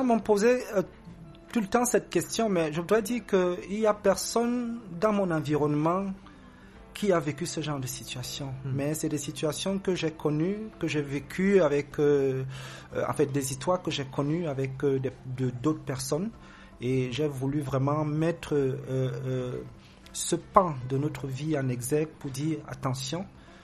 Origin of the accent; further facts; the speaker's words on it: Cameroon; first language Beti; French is a second language; …, qui dans ma langue maternelle, je suis Béti, signifie quelqu'un de pas sérieux